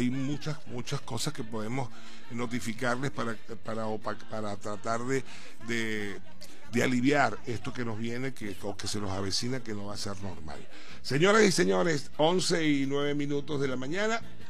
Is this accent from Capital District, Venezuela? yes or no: no; Maracaibo, Zulia, Venezuela; como buen zuliano, como buen maravino o maracucho, como nos quieren llamar